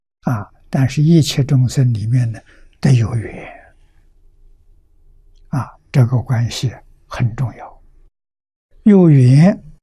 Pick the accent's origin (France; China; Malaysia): China; 在日本，在韩国学习的人比我们中国人多。